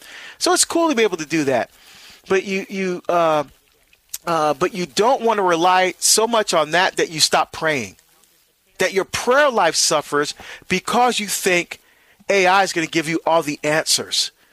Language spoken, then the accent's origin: English; New Jersey, United States; calling from Toms River, New Jersey. You know, as we say, like down the shore, again, back in my home state.